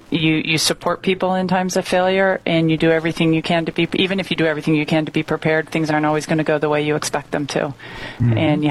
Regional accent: Springfield, Pennsylvania, United States; I'm from Springfield, Delaware County. I'm one of three, and I'm in the middle, older sister, younger brother.

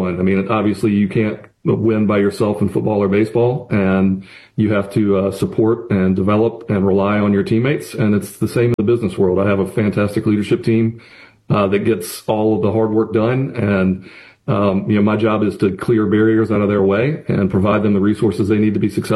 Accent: Salem, Virginia, United States; I'm from Salem, Virginia, and I'm the oldest of three.

